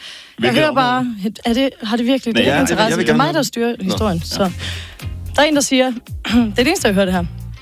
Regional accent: Region of Southern Denmark, Denmark; jeg er jo tæt ved ægtet, altså i mit barndomshjem.

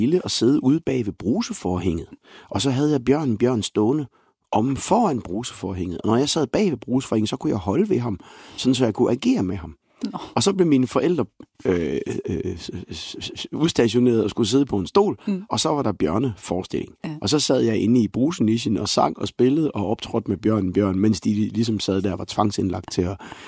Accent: Viborg, Central Denmark Region, Denmark; hjemme på børneværelset i Viborg, hvor jeg voksede op.

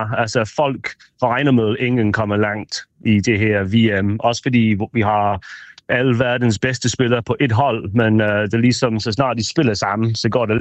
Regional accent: England, United Kingdom; now in Copenhagen, Denmark; som en englænder

